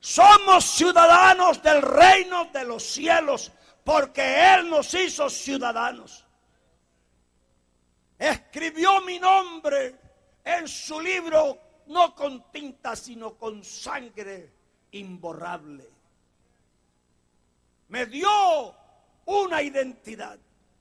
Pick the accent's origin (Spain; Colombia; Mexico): Colombia; Los colombianos somos gentiles.